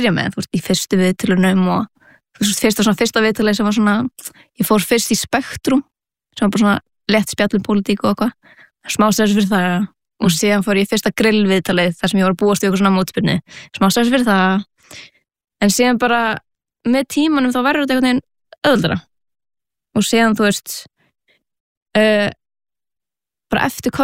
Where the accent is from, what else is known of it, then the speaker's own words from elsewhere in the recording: Reykjavík, Capital Region, Iceland; Herði, ég ólst upp eða fættist í Reykjavík og haf alltaf búið hér. Bjó fyrstu 7 ár æfuminar á Baldurskötunni, neyri bæ og svona miðbæjar barn.